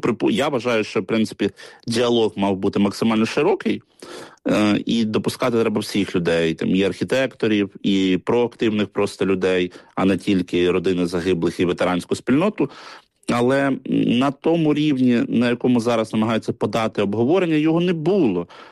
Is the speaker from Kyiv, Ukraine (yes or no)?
yes; Kyiv, Ukraine; бо тому що я виріс на Троєщині, я виріс в Деснянському районі.